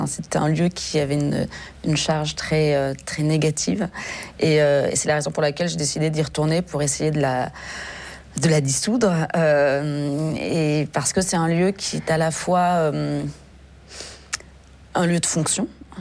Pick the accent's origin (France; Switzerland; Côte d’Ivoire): France; Paris, Île-de-France; Non, j'ai grandi à Paris.